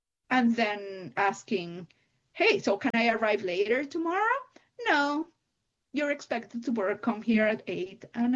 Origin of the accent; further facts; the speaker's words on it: Mexico; I am originally from Mexico. I grew up going to a Catholic private school